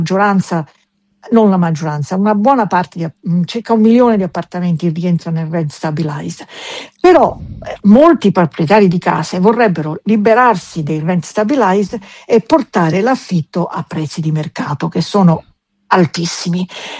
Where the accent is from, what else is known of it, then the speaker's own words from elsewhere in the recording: Tuscany, Italy; also born or lived in Sicily; sono siculo toscana.